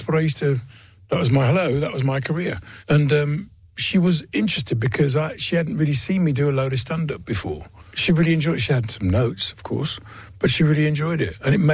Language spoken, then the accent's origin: English; Dudley, West Midlands, United Kingdom; moved away; And I learned all of these things growing up in Dudley.